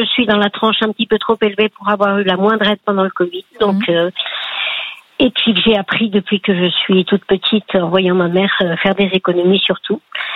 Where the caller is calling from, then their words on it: Île-de-France, France; je vous appelle de grande banlieue parisienne.